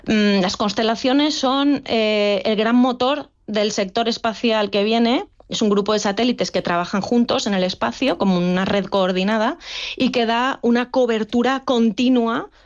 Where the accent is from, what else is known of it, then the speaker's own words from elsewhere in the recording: Valencian Community, Spain; No sé, yo soy valenciana, ¿no?, y en el caso de la Dana, esos satélites sirvieron para hacer un seguimiento de inundaciones.